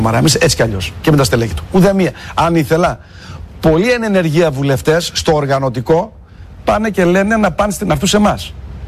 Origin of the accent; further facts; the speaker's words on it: Macedonia, Greece; Αλλά ως Μακεδόνας, από τη στιγμή που πρόδωσε τη Μακεδονία, μου είναι απεχθής.